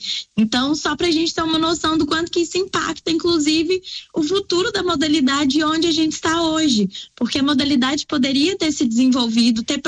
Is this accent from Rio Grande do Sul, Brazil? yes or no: no; Minas Gerais, Brazil; Eu sou mineira, não sou de São Paulo